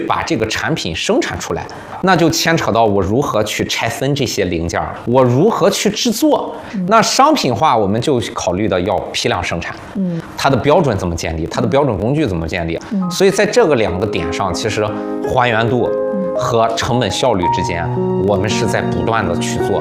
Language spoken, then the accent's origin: Chinese; China; 我来自中国